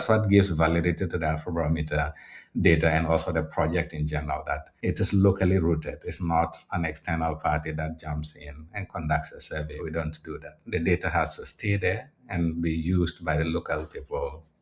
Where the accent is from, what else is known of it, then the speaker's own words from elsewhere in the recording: Ghana; I'm originally from Ghana.